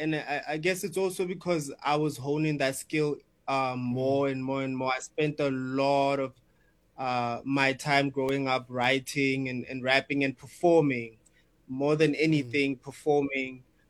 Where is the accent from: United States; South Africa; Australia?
South Africa; Bethlehem, Free State; now in Johannesburg, South Africa; So I came from Bethlehem, like in the Free State, and I had recently just moved to Joburg.